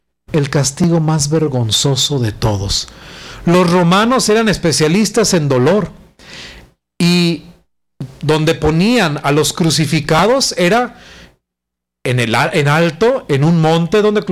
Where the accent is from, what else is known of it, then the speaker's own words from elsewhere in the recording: Mexico; para quienes somos de México